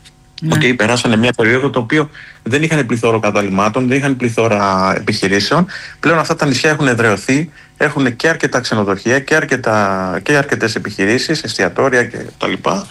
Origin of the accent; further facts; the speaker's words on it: Greece; Άλλη αντιμετώπιση έχω σαν Έλληνας.